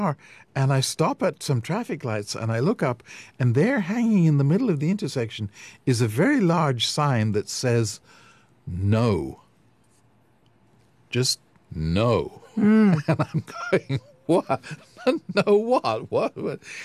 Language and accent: English; England, United Kingdom; moved away as an adult; now in United States; not known to me as an English person.